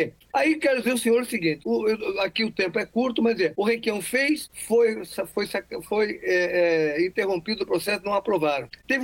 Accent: Brazil; Eu sou brasileiro.

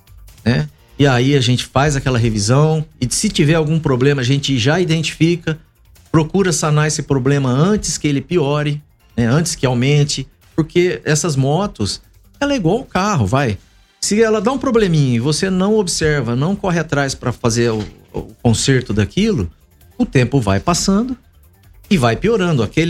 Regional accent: Bauru, São Paulo, Brazil; moved away as an adult; now in Piraju, Brazil; eu sou de Bauru.

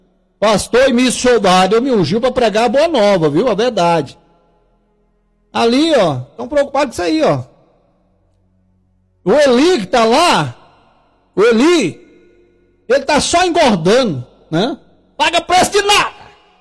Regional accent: Tocantins, Brazil

